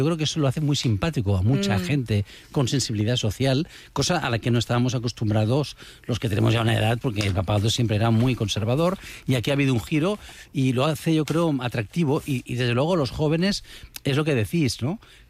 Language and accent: Spanish; Barcelona, Catalonia, Spain; Yo como barcelonés... ten presente que vivo no muy lejos de la Sagrada Familia